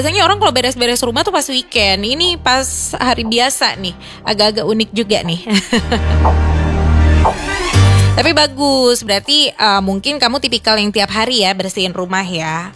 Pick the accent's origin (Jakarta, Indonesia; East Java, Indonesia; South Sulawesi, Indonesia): Jakarta, Indonesia; moved away as an adult; now in Manado, Indonesia; aku ditugasin di sini gitu ya, di kota Manado. Secara aku kan orang Jakarta gitu kan.